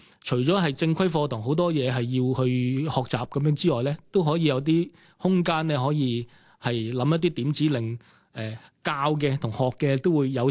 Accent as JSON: {"language": "Cantonese", "country": "Hong Kong", "said": "我自己的而且確都係圍村人。 哦， 不過唔係西貢，喺屯門。"}